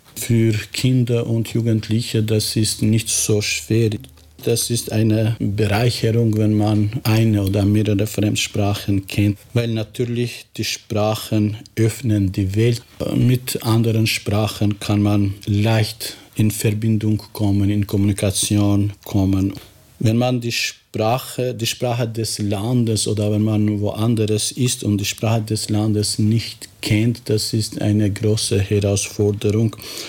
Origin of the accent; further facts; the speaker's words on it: Kosovo; first language Albanian; German is a second language; moved away as an adult; also born or lived in Yugoslavia; now in Austria; Ich bin Albaner, ich komme aus Kosovo. Das heißt, Unjam Shqiptar dhe vi nga Kosova.